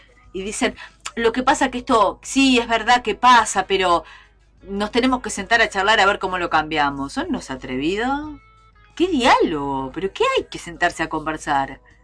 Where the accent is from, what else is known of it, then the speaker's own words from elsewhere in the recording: Uruguay; Porque hasta somos así los uruguayos.